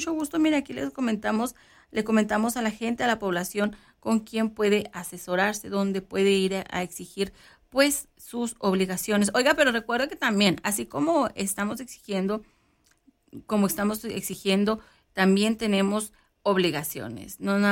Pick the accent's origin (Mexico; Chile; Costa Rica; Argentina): Mexico; Guachochi, Chihuahua; porque incluso yo también me fui muchísimos años de aquí de Huachochi, duré, si no me equivoco, 19, 20 años en la ciudad de Chihuahua, pues sí, también a buscarle, me fui desde que estaba muy jovencita, desde los 18 años